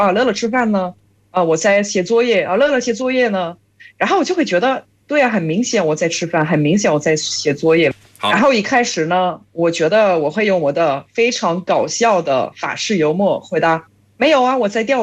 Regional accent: France; Chinese is a second language; moved away; 我们在法国也是比较热情的

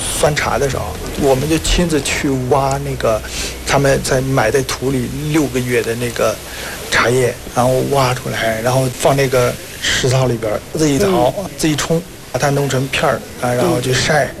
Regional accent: Myanmar; 我们缅甸那边的这个潜意识里边，卖花不可能有这么大，像个大商场那种。

